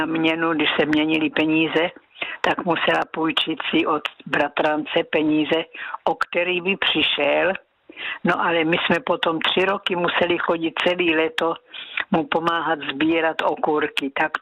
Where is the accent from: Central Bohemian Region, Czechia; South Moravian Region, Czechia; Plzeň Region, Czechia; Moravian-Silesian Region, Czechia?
South Moravian Region, Czechia; Násedlovice; To jsme chodili do kostela, pocházím z Násedlovic a přes pole jsme chodili do Klobouk do Brna.